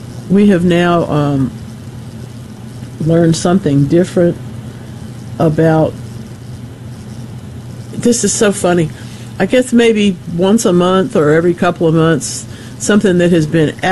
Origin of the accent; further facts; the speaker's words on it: Gulfport, Mississippi, United States; I grew up in Gulfport. You know, they were practically tall as the house.